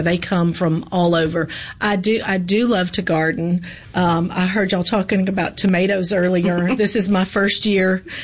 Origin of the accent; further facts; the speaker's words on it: Memphis, Tennessee, United States; moved away as an adult; now in Jackson, United States; Memphis is home. I've been in Jackson for 33 years. So really and truly, while I grew up in Memphis, I've been in Jackson longer than than Memphis.